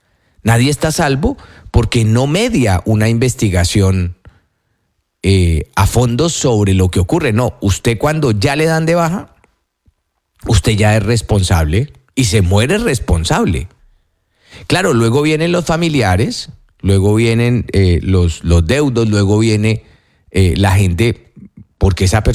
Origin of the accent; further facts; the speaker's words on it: Tolima, Colombia; El problema es que, como yo soy del Tolima, imagínese que una de estas personas fuera un familiar mío.